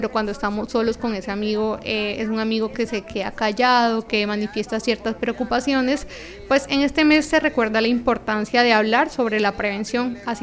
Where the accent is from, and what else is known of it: Bogotá, Colombia